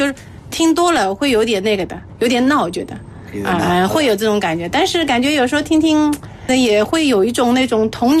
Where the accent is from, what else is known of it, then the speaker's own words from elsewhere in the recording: Suzhou, Jiangsu, China; born there; 我在乡下长大嘛，